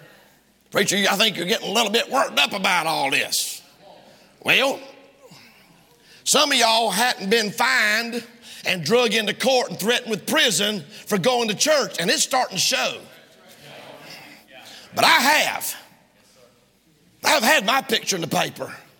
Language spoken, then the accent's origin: English; United States; as an American citizen